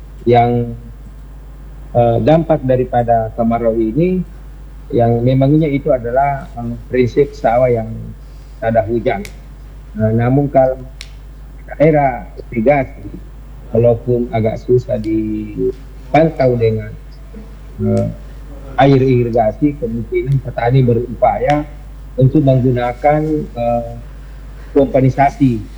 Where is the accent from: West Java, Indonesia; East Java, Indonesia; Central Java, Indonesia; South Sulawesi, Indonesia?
South Sulawesi, Indonesia; Karena kalau mau diistilahkan di apa, di khususnya di daerah saya Pinderan, itu kan hanya ada dua musim.